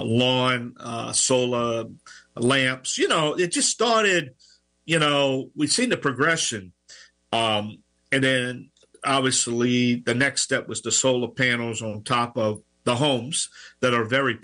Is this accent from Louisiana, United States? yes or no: yes; Louisiana, United States; accent: Cajun